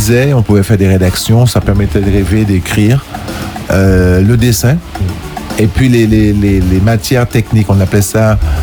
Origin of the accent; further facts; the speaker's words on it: Petit-Canal, Guadeloupe, France; born there; also born or lived in Pointe-à-Pitre; on a quitté Petit Canal, on est allé à Pointe-à-Pitre.